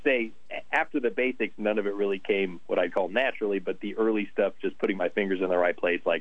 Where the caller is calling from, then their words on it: Mount Juliet, Tennessee, United States; I'm in my house in beautiful Mount Juliet, Tennessee, just outside of Nashville, out in the suburbs.